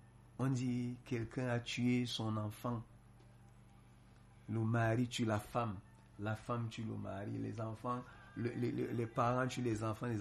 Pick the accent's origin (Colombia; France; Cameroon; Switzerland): Cameroon; Il y a un adage chez nous en Bassa qui dit « Mama gwele bondi burba yidjam ».